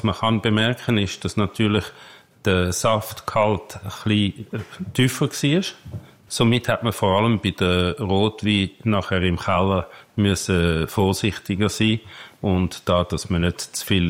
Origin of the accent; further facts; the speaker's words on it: Herliberg, Zurich, Switzerland; also born or lived in Basel; Ich bin ein Zürcher Bürger, mit einem Viertel Berner Blut und in Basel geboren. Also eine richtige Deutsch-Schweizer Mischung. Und aufgewachsen in Herliberg, tatsächlich an der Goldküste, ab ganz oben. In Wetzwil in die Schule.